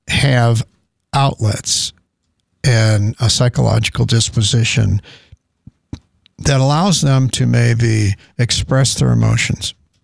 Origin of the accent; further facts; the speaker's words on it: United States; we, as American men